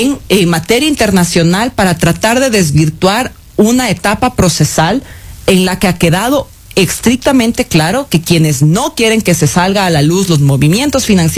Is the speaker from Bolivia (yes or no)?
no; Ecuador; evidentemente como ecuatoriana entiendo la indignación y querer que las cabezas rueden.